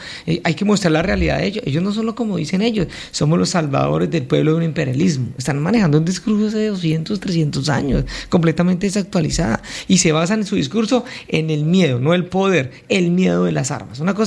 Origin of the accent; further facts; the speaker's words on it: Bogotá, Colombia; accent: rolo; soy de Bogotá y a veces se me sale ese, el dialecto rolo.